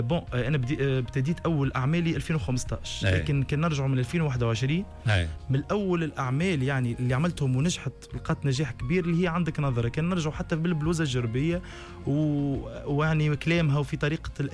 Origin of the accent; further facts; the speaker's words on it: Tunisia; accent: Tunisian; لهجتنا مش صعيبة وجيت فترة يعني نقول اللهجة التونسية هي اللي مصعبت لنا الخروج لبرا للعالم العربي